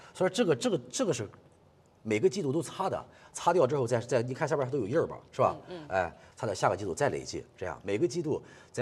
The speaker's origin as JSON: {"language": "Chinese", "region": "Shandong", "country": "China", "said": "我们胶东这边炒花生吃，知道吧？"}